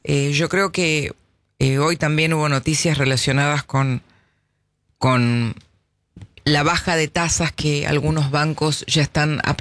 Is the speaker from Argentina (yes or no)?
yes; Argentina